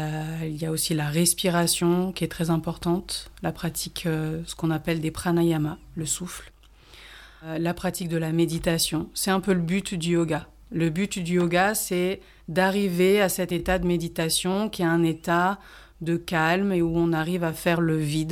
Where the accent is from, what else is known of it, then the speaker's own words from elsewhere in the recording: Grenoble, Auvergne-Rhône-Alpes, France; moved away as an adult; now in Ardèche, France; je suis originaire de Grenoble en Isère. Et ça fait à peu près une dizaine d'années à peu près que je suis en Ardèche.